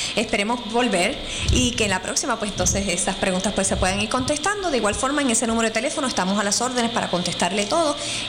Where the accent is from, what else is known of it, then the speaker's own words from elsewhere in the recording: Moca, Puerto Rico; now in Aguada, Puerto Rico; soy de Moca, pero resido en Aguada.